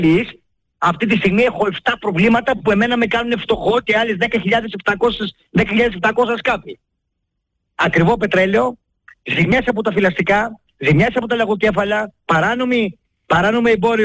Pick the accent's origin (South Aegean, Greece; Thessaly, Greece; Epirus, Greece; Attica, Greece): Thessaly, Greece